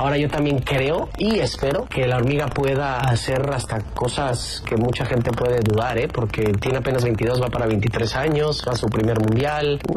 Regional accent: Mexico; Porque genuinamente creo que si no hay más jugadores en Europa, es por nuestra propia culpa como mexicanos.

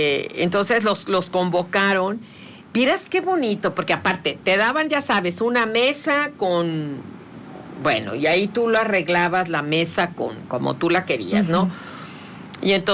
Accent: Mexico; nosotros que somos de México

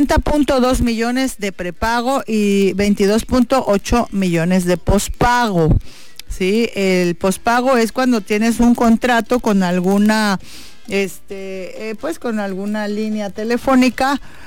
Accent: Mexico; soy mexicana

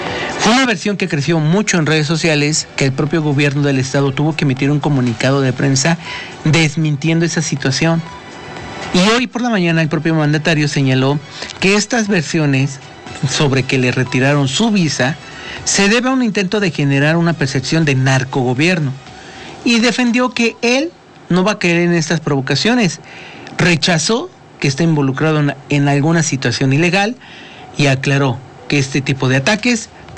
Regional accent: Mexico; lo que nosotros como mexicanos vivimos

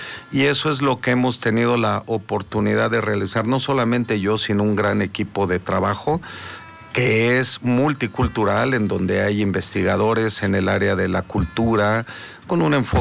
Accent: Mexico; moved away as an adult; now in Germany; México es mi raíz, es en donde yo he nacido, en donde he crecido

